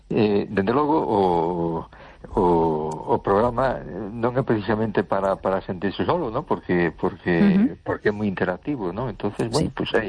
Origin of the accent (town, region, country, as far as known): A Coruña, Galicia, Spain